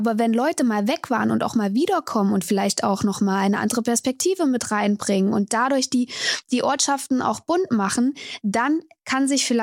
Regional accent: Thuringia, Germany; Und man sollte seine Herkunft auch nicht verstecken. Ich komme aus Thüringen. Das ist ja auch der Grund, warum wir wieder zurückkehren Richtung Heimat. Und deswegen, ja, Berlin ist jetzt Geschichte. Wir sind jetzt hier gerade in der Heimat, also im Eichsfeld.

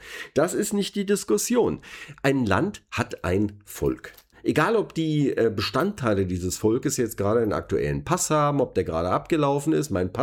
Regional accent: Berlin, Germany; was uns denn als Berliner so umgibt.

